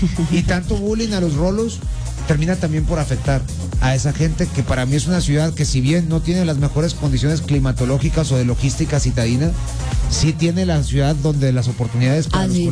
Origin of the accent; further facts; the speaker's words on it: Mexico; Realmente los mexicanos estábamos a la defensiva